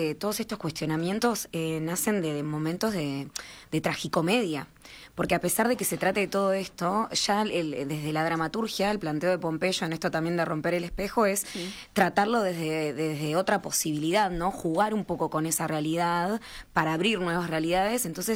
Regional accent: Uruguay; como uruguaya, no conocía la historia de la masacre de Ezeiza

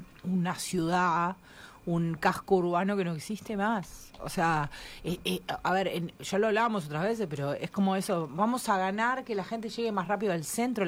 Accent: Montevideo, Uruguay; Yo viví gran parte de mi vida, en mi adolescencia, en mi infancia, en Malvin y Punta Gorda.

